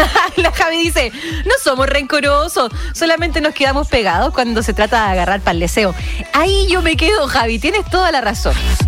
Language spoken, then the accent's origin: Spanish; Chile; ¿Somos rencorosos los chilenos?